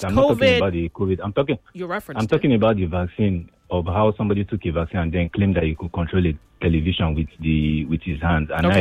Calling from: Ikeja, Lagos, Nigeria; I'm calling from Ikeja.

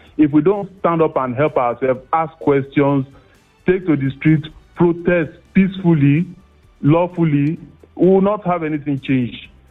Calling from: Ikeja, Lagos, Nigeria; I'm calling you from Ikeda.

